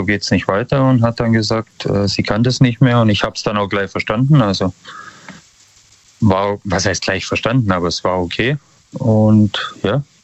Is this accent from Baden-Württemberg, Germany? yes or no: yes; Ulm, Baden-Württemberg, Germany; Ich bin aus Ulm